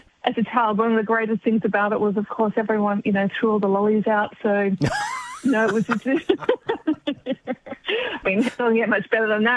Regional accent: Adelaide, South Australia, Australia; Like, I grew up in Adelaide

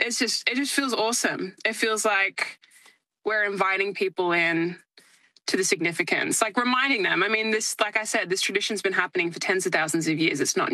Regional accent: Sydney, New South Wales, Australia; I am a very proud Darrumbal Aboriginal and Tongan woman, born and raised in Sydney on Gadigal and Bidjigal country.

